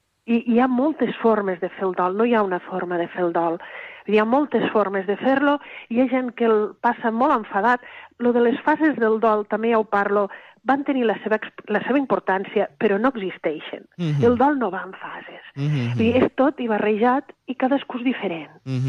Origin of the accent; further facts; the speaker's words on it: Lleida, Catalonia, Spain; jo sóc de Lleida